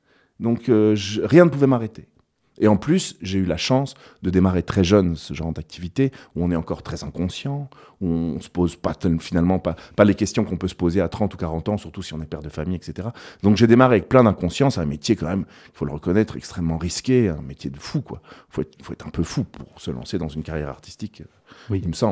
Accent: Switzerland; now in France; j'ai travaillé 2 ans en Suisse, parce que je suis suisse, donc du coup, j'ai la possibilité de travailler là-bas. J'ai à plusieurs reprises dans ma vie travaillé en Suisse

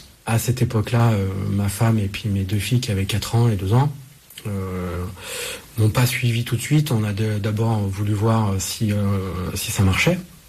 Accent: Orléans, Centre-Val de Loire, France; moved away as an adult; also born or lived in Grenoble; now in Burgundy, France; je suis originaire d'Orléans, donc je ne suis pas du tout bourguignon à la base. Mais la Bourgogne m'a adopté. Et donc, je suis en Bourgogne depuis 2003.

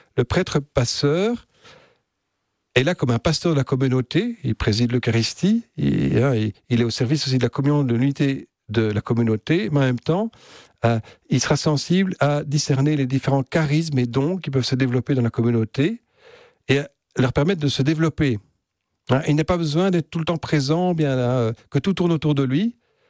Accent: Belgium; quand j'ai encore connu une société qui était très organisée chez nous en Belgique sur ces trois piliers

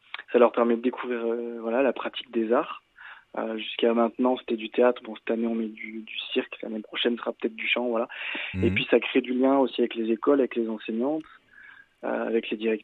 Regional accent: Solignac-sur-Loire, Auvergne-Rhône-Alpes, France

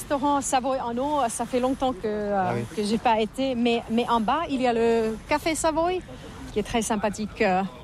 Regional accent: Turku, Southwest Finland, Finland; French is a second language; je viens de Turku.

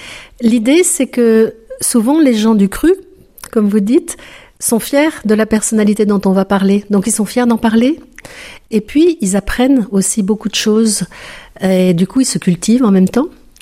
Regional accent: Lyon, Auvergne-Rhône-Alpes, France; J'ai grandi à Lyon.

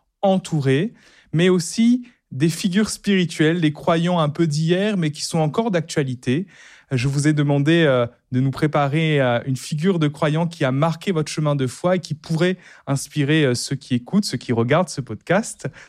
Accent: Réunion, France; Ça me touche particulièrement parce que moi, je suis réunionnais et Saint François Xavier, c'est le saint patron du diocèse

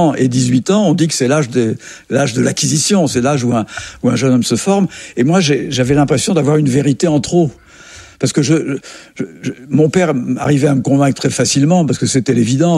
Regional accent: Algeria; born there; Je suis né en 1944 en Algérie d'un père charentais.

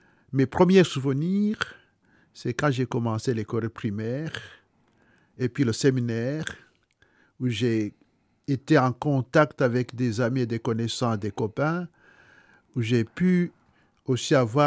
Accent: Rwanda; dans les années 80, chez nous au Rwanda, il y avait les écoles secondaires ordinaire

